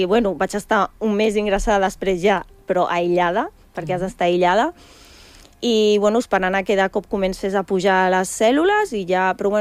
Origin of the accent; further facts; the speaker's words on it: Barcelona, Catalonia, Spain; jo sóc de Barcelona